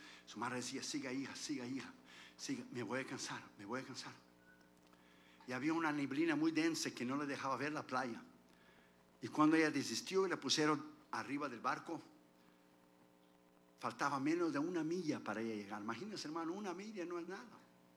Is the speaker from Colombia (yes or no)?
no; Brazil